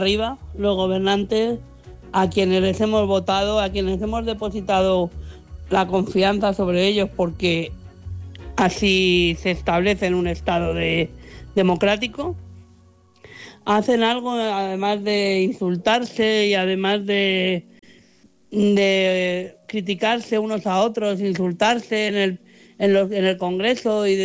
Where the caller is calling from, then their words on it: Madrid, Community of Madrid, Spain; de Madrid.